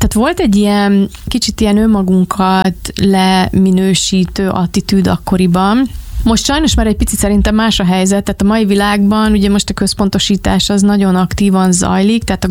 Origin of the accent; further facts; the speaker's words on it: Hungary; moved away as an adult; also born or lived in Philippines; Itthon vagyok, de nem itthon dolgozok. Tehát hazaköltöztünk a Fülöp-szigetekről